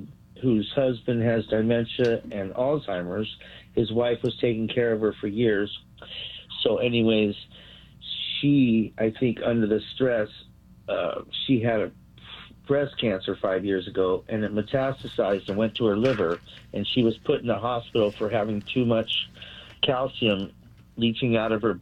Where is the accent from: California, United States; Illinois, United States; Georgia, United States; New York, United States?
California, United States; Burbank; born there; he's in St. Joseph, where I was born in Burbank.